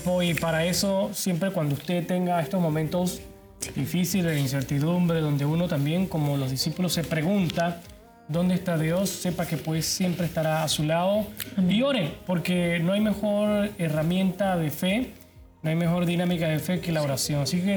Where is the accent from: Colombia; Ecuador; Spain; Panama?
Panama; Chitré, Herrera; Allá en mi tierra, en Chitre, nosotros café mascado o sin mascar.